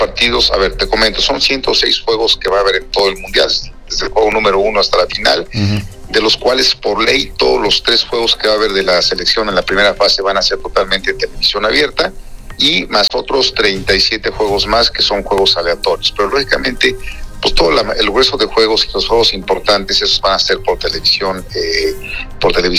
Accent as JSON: {"language": "Spanish", "country": "Mexico"}